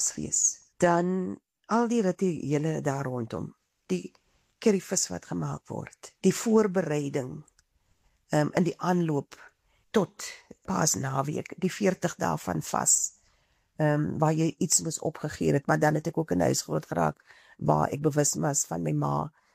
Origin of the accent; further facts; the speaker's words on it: Bonnievale, Western Cape, South Africa; born there; moved away as an adult; Ek het nie net na my klein gemeenskap van Bonnieville gekyk en wat ons daar gedoen het nie. Ek het ook gekyk na die nuwe omgewing waar ek beginne bly het.